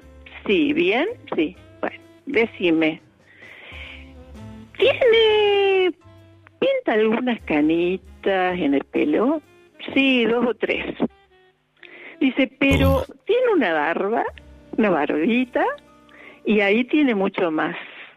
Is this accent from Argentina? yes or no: yes; Córdoba, Argentina